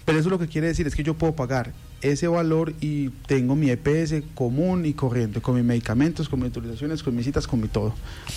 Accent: Colombia; es como un deber como colombiano, como ciudadano.

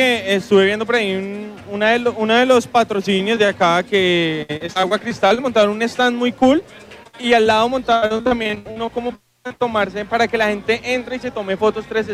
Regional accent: Bogotá, Bogotá Capital District, Colombia

